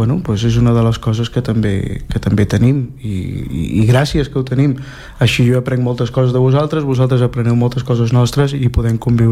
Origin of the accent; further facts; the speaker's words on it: Catalonia, Spain; born there; Nosaltres som catalans de pura cepa, sí. Parlem a casa des de sempre i sí, el parlem, aquí el parlem molt.